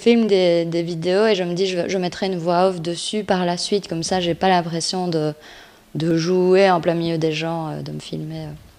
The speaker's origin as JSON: {"language": "French", "town": "Liège", "region": "Wallonia", "country": "Belgium", "said": "Mais ouais, moi je tiens hyper fort à Liège et je ne change pas de mon accent non plus, je parle comme je parle."}